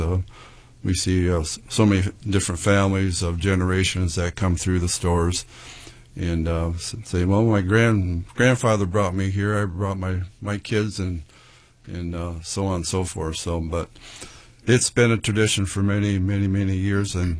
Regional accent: Pinconning, Michigan, United States; Born and raised in Pinconning

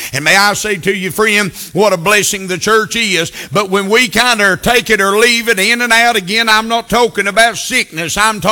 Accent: United States

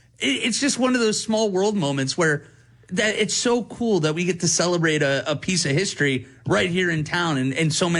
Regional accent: Great Lakes, United States; I come from the Great Lakes area, and they have that brewery out there, and Elliot Ness is one of the beers they have.

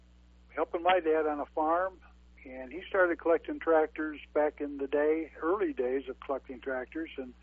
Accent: DeKalb, Illinois, United States; I'm within 20 or 30 miles of where I grew up.

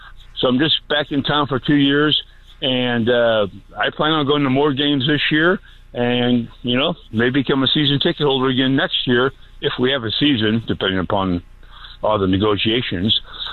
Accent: St. Louis, Missouri, United States; moved away as an adult; also born or lived in Columbia, Missouri; I've only been back in town for 2 years. I grew up here in St. Louis.

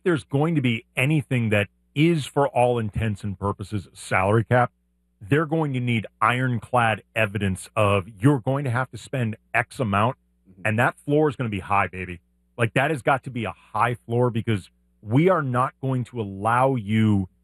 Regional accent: St. Louis, Missouri, United States; moved away; I'm from St. Louis. I have a lot of friends and family who are still there.

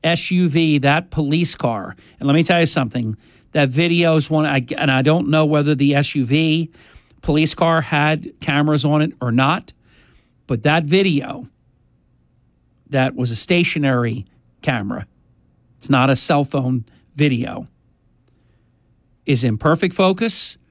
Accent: United States; Just as an American, I was so proud.

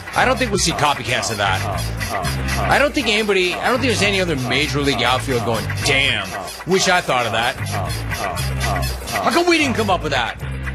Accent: Los Angeles, California, United States; Hey, I grew up in Los Angeles.

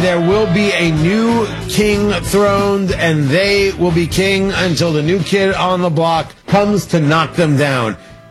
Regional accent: Middletown, New Jersey, United States; I grew up with subs. I grew up in Jersey, Middletown, New Jersey. Go Lions.

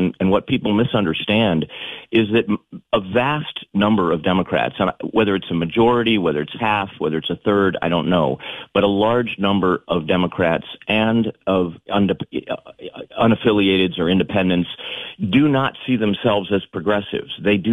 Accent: Wayne, Maine, United States; now in Leeds, United States; I grew up in Wayne.

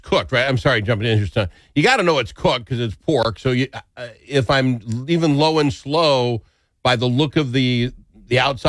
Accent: Minnesota, United States; Minnesota.

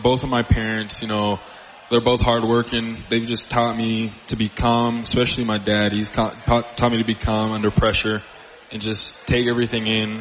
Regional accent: Dallas, Texas, United States; I'm from Dallas, Texas

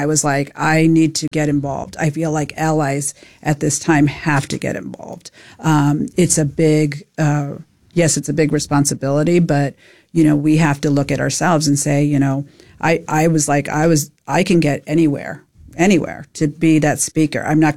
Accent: Tucson, Arizona, United States; now in New Hampshire, United States; I'm from Tucson, Arizona.

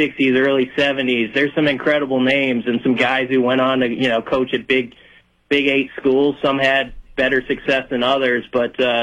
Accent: Nebraska, United States; when I said I was from Nebraska, it's like I was born and raised there

